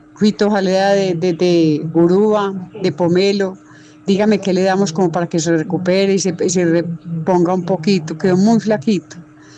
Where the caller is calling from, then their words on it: Santa Fe de Antioquia, Antioquia, Colombia; Yo soy la señora de Santa Fe, de una finca